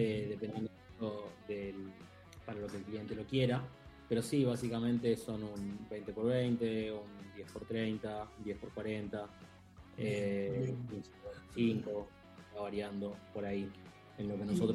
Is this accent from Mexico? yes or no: no; Neuquén, Argentina; Somos neuquinos y fabricamos en Neuquén